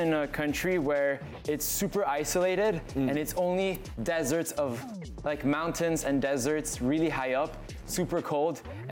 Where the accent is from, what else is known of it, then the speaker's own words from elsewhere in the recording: Cebu, Central Visayas, Philippines; I grew up there for probably the early stages of my life. And I went to school in Cebu City. So I am born and raised in Cebu, in the Philippines.